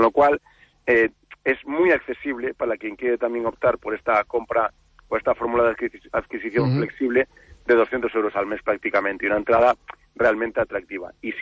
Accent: Galicia, Spain; Yo como gallego...

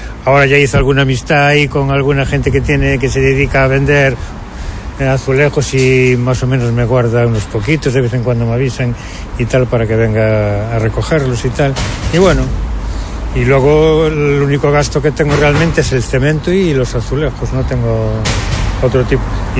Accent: Santiago de Compostela, Galicia, Spain; el barrio de Santa Marta. Sí, llevo sobre 30 años más o menos. Y nací en la Puente Pedriña, pero bueno, que soy de Santiago de toda la vida.

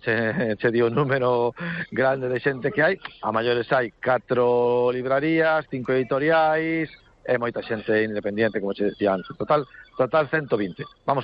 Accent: Bañobre, Galicia, Spain; eu digo polo meu pueblo, non? Bañobre, quer dizer, non somos nin concello, temos unha verbena, ¿no?

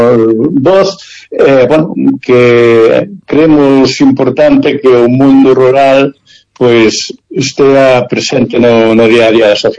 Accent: Galicia, Spain; da forma que somos os galegos

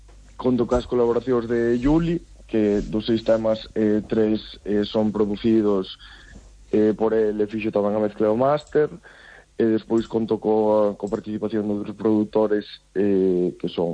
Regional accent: Galicia, Spain; first language Galician

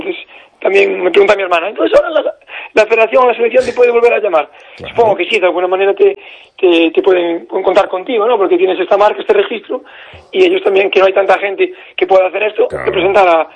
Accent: Ames, Galicia, Spain; Porque aunque yo ahora estoy en Opino, pero me crié siempre en Ames

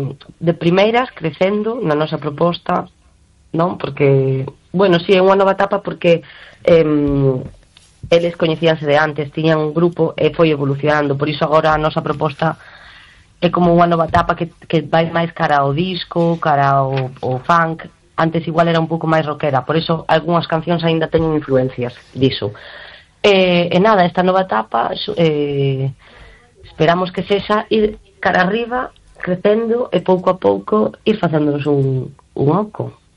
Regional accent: Argentina; eu, bueno … veño de Argentina

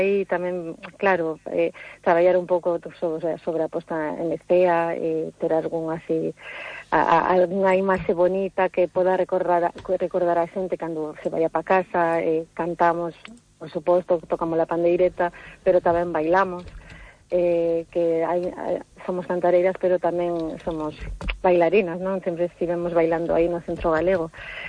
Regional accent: Brussels, Belgium; cando decimos, somos de Bruselas e nacimos en Bruselas

